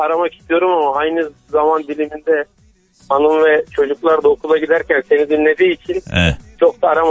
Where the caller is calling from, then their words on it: Mersin, Turkey; ben Mersin'den.